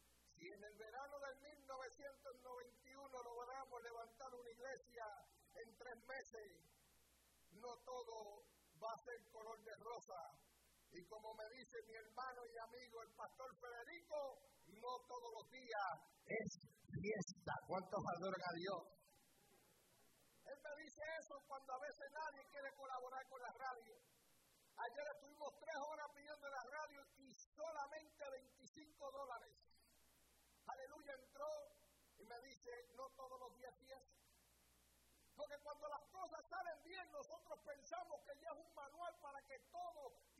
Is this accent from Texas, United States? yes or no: no; New York City, New York, United States; born there; also born or lived in Brooklyn; Yo nací en el Bronx.